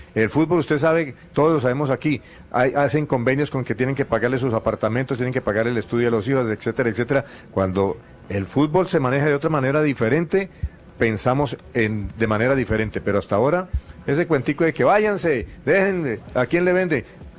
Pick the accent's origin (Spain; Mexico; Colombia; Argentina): Colombia; Ibagué, Tolima; moved away; hablando de hace más de 20 años que yo me vine de Ibagué.